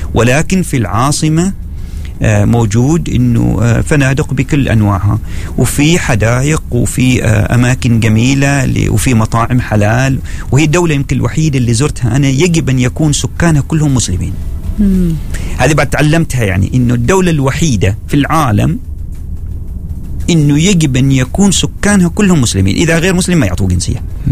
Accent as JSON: {"language": "Arabic", "country": "Oman", "said": "ونحن عندنا كانت دخول المكسيك بالنسبة لنا كعماني إما بالفيزا الأمريكية أو الفيزا التشينغن الأوروبية"}